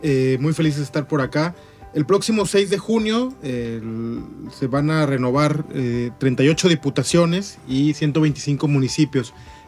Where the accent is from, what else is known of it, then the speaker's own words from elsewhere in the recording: Mexico; Las y los mexicanos somos mexicanos por nacimiento o por descendencia.